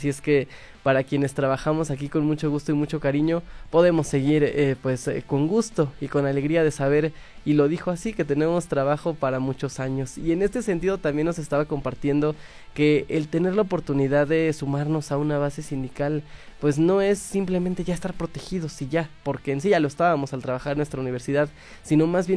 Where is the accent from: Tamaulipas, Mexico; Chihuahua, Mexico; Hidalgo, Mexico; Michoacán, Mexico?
Hidalgo, Mexico; Pachuca; yo que soy de Pachuca y que sigo aquí